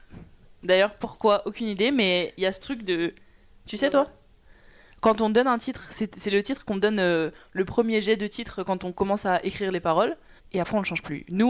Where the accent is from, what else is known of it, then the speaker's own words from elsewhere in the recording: Guadeloupe; born there; Nous on est nés en Guadeloupe, et donc on a un métissage Guadeloupe et France.